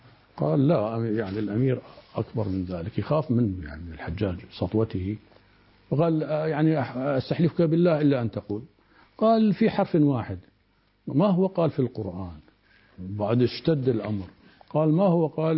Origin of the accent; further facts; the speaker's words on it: Iraq; وانط ينطي انا في العامية عندنا في العراق موجودة